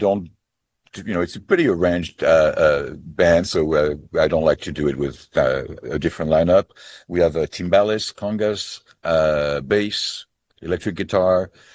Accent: Paris, Île-de-France, France; now in New York, United States; I grew up in Paris, which is not very close to South America in any way

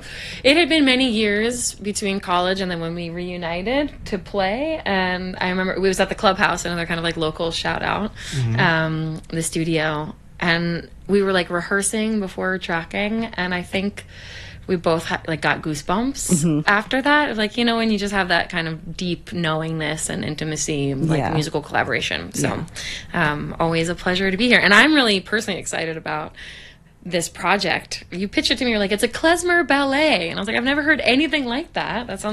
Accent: New York, United States; also born or lived in Sullivan County, New York; I grew up in Lower Manhattan, downtown, and then also in Sullivan County.

